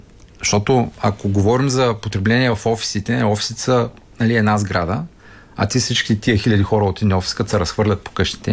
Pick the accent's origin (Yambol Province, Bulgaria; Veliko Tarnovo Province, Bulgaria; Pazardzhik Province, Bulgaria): Yambol Province, Bulgaria; Yambol; аз съм от Ямбол.